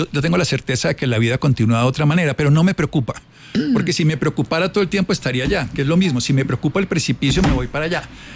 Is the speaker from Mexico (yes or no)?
no; Armero, Tolima, Colombia; Yo soy de Armero, Tolima.